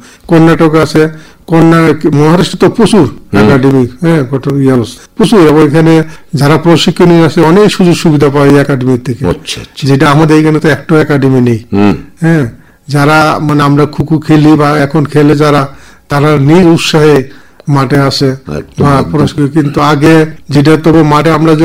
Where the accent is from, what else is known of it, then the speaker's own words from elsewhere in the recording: Ranibazar, Tripura, India; born there; আমার বাড়ি রানীবাজার